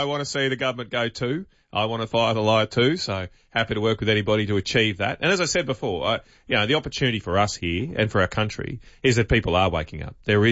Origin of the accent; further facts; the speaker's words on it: Queensland, Australia; And I'm not from Sydney. I was happily living in central Queensland, enjoying the sunshine and freedom. And I did come to the conclusion, Ben, that during COVID, Queenslanders secretly want the border shut all the time. It just gave us a convenient excuse to keep you out.